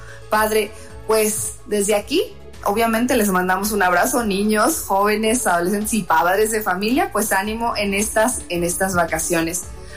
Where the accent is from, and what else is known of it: Mexico